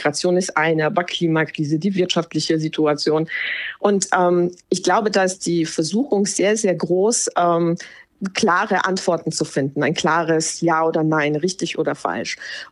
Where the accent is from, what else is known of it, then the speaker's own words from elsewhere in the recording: Poland; now in Germany; das ist, wie ich mich jetzt als Polin fühle und das ist jetzt, wie ich mich als Deutsche fühle.